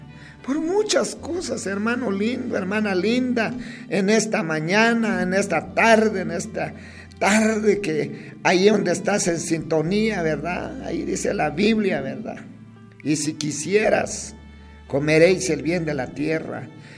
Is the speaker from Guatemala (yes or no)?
yes; Guatemala